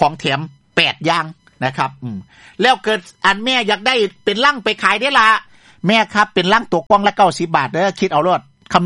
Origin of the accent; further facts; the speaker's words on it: Isan, Thailand; accent: Isan; also born or lived in Southern Thailand; เราเนี่ยพูดภาษาอีสาน